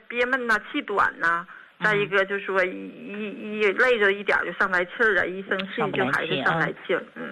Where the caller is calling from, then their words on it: Dalian, Liaoning, China; 哎，那个我家是大连的。